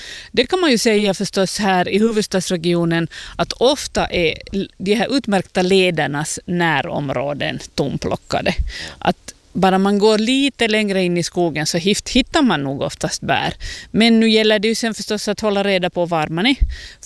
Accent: Finland

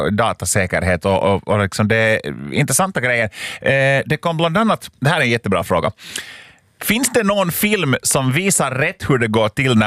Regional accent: Finland; jag säger hackar med hårt K som en riktig finne. Men sen igen så är jag ju finsk medborgare, så makes sense, eller hur? Jag är inte från Sverige

